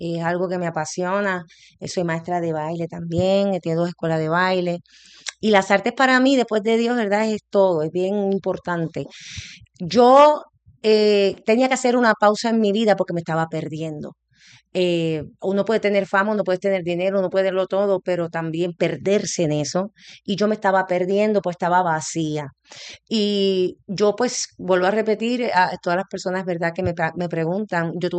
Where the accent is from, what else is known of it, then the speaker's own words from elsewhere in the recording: Puerto Rico; especialmente en mi país, Puerto Rico, que no pierdan la esperanza